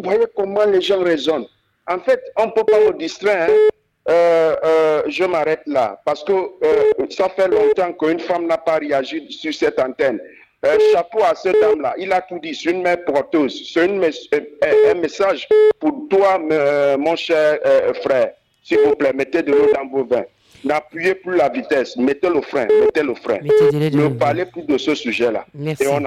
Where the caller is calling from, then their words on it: Estuaire, Gabon; de Glace.